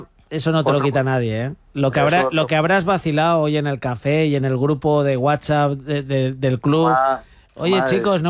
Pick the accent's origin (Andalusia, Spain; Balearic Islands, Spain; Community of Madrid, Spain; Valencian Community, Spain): Valencian Community, Spain; de donde vengo, con lo que podemos vacilar los valencianos, que somos los mejores.